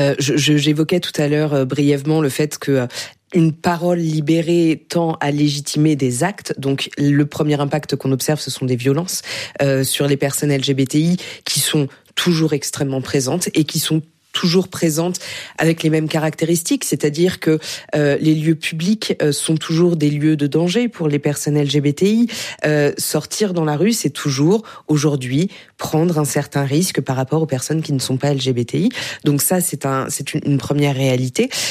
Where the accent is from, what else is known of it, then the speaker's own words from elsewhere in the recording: France; Et bien sûr que même chez nous, en France, ça a des conséquences